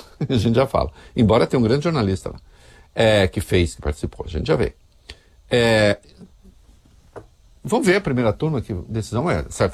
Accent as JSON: {"language": "Portuguese", "region": "Rio de Janeiro", "country": "Brazil", "said": "Não, eu sou carioca, não posso votar."}